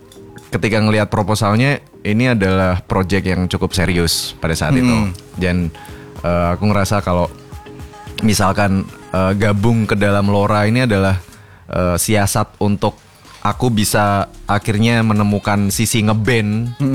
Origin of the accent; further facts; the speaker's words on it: Kediri, East Java, Indonesia; karena gitu saya dari Kediri kan.